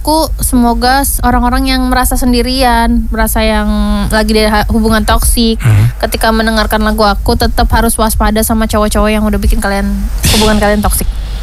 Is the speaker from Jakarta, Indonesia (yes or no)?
yes; Jakarta, Indonesia; Asli Jakarta Ulet. Nih kak.